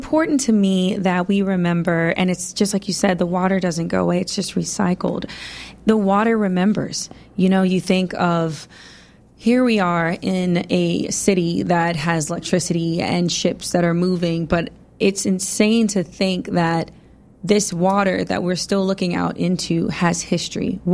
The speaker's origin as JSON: {"language": "English", "town": "New Orleans", "region": "Louisiana", "country": "United States", "tie": "born or raised there", "said": "my family has a property in the Lower Ninth Ward where I grew up"}